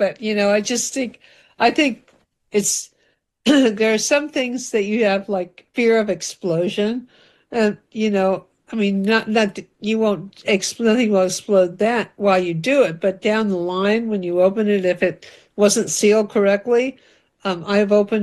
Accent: California, United States; I grew up in Central California

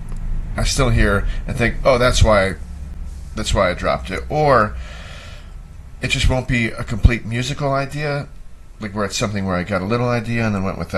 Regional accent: Buffalo, New York, United States; moved away as an adult; I grew up in Buffalo, New York.

